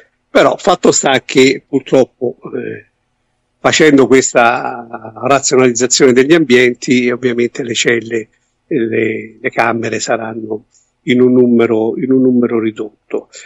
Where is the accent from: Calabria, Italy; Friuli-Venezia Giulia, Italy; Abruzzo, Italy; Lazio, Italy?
Lazio, Italy; Rome; sono di Roma e mi rimane abbastanza agevole visitare questi due istituti.